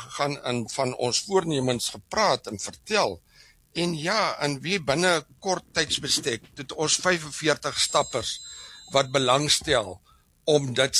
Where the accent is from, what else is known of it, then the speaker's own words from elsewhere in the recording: Worcester, Western Cape, South Africa; now in Porterville, South Africa; Ek is op Woester gebore.